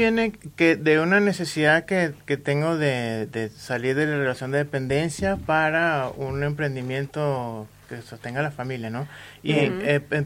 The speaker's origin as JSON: {"language": "Spanish", "country": "Venezuela", "moved": "yes", "said": "Sí, somos importados de Venezuela, venimos."}